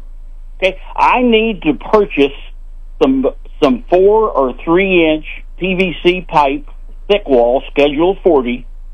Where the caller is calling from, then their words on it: Carrollton, Missouri, United States; I'm in Carrollton